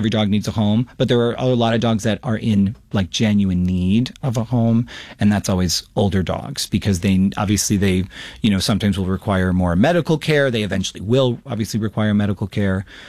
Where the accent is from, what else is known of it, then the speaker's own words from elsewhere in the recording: United States; I grew up in America.